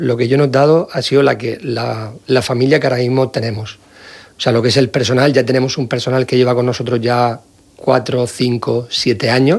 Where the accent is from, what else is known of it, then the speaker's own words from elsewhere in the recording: Valencian Community, Spain; momento veníamos mucho por Murcia, aunque somos de la Vega Baja, de la zona de Alicante, pero veníamos mucho a Murcia.